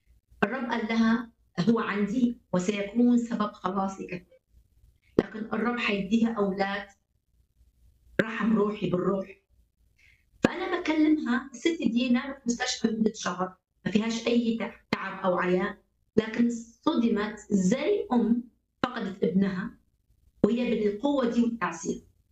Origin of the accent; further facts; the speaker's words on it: Iraq; now in Libya; لما استقرينا في البلد دخلنا فيه، وانا كعراقيه المفروض انا اصلي واتشفع لبلد، لكن صدقيني كنت دايما بدموع اصلي لليبيا.